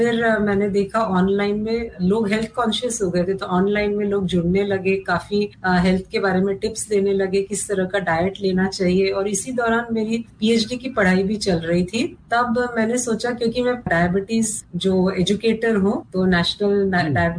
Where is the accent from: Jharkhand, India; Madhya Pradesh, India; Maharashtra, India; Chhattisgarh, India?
Maharashtra, India; Mumbai; मैं मुंबई की रहने वाली हूँ